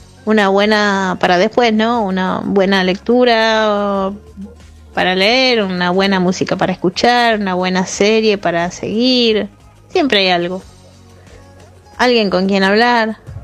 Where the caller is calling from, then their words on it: Buenos Aires, Argentina; de Caballito